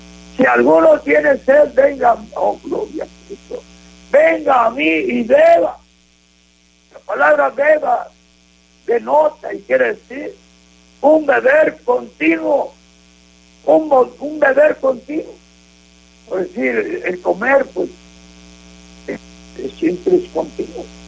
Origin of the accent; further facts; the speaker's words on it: Río Bravo, Coahuila, Mexico; moved away; yo soy del río Bravo Coahuila, mi pueblo natal. Y hay un lugar que se llama El Álamo, hay más abajo El Corito.